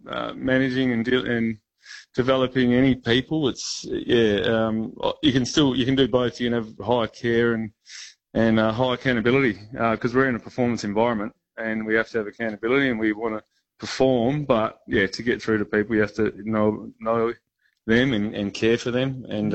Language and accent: English; Fremantle, Western Australia, Australia; I'm from Fremantle and Wharfie, but from the wharf down that way.